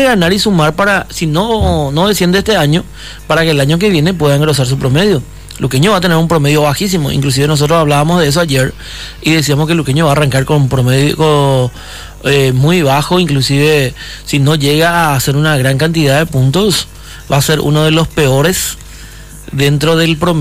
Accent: Bella Vista, Paraguay; born there; Yo nací con una partera en Bellavista

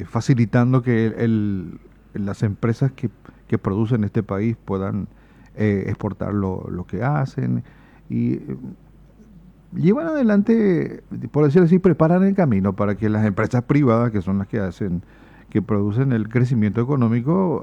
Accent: Paraguay; como nación, como paraguaya

